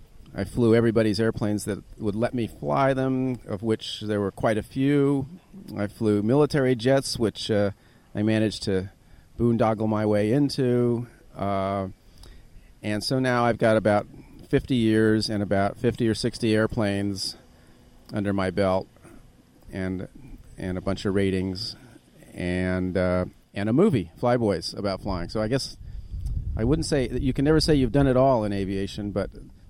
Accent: San Diego, California, United States; I grew up in San Diego

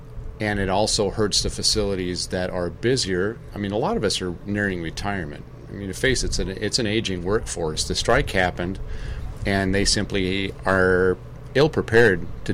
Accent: Grand Forks, North Dakota, United States; My hometown is Grand Forks, North Dakota.

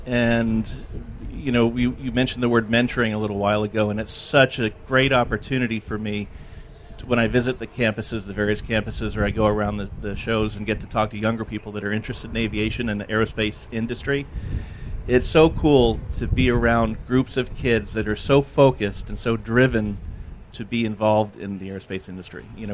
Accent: England, United Kingdom; also born or lived in London; I grew up in England. I moved to London in 1970, and that's

